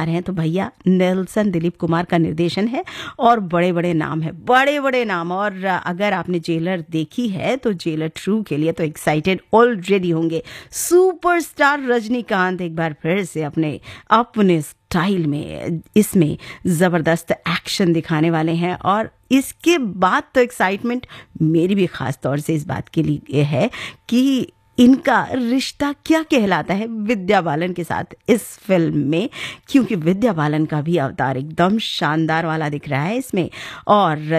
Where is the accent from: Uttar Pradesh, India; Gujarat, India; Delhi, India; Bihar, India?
Delhi, India; कि बॉम्बे तो मेरा शहर नहीं है, दिल्ली है